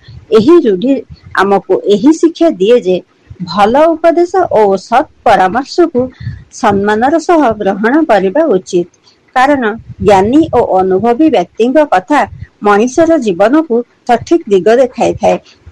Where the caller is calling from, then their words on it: Bhubaneswar, Odisha, India; ଭୁବନେଶ୍ୱରରୁ କହୁଛି।